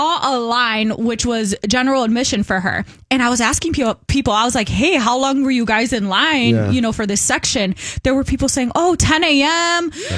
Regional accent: Chicago, Illinois, United States; now in San Diego, United States; I'm from Chicago.

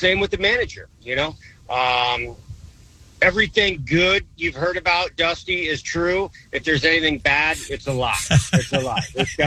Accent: Bay Area, California, United States; I grew up in the Bay Area, Northern California.

